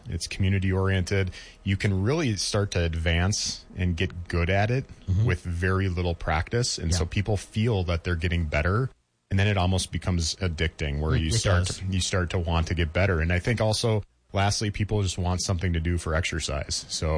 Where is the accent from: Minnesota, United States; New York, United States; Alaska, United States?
Minnesota, United States; Minneapolis; And I grew up in the Twin Cities and I moved north to live up here because a minute in the car is a mile down the road.